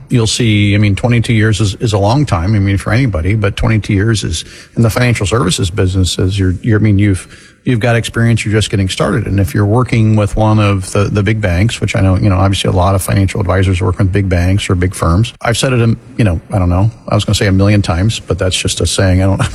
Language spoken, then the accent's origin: English; Florida, United States; I grew up in Florida.